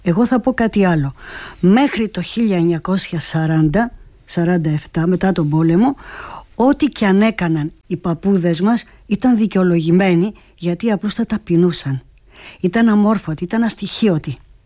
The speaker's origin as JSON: {"language": "Greek", "region": "Thessaly", "country": "Greece", "said": "στο χωριό μου στην Ορεινή Καλαμπάκα έχουμε τοπονύμια Σλάβικα."}